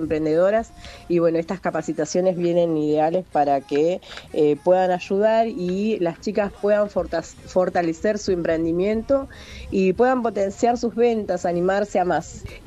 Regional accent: Las Plumas, Chubut, Argentina; Yo soy nacida y criada acá en Las Plumas. Hoy tengo 47 años.

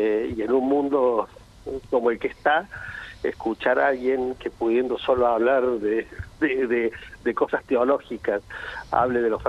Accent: Argentina; esa parte saca lo mejor de nosotros como argentinos

